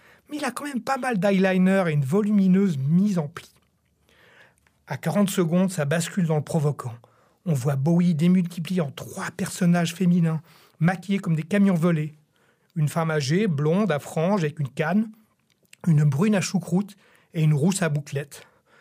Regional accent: Geneva, Switzerland; born there; Moi, à Genève, je venais d'avoir 15 ans.

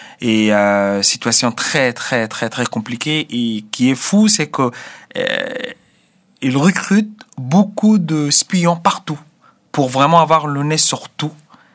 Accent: Sudan; now in France; pour moi, le Soudan et la France, les deux sont mon pays. Et j'aimerais bien, au moins, parce que depuis maintenant 2 ans que j'habite en France

